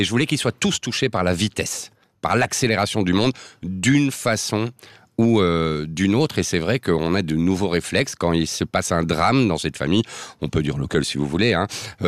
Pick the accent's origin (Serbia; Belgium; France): Belgium; comme on dit chez nous en Belgique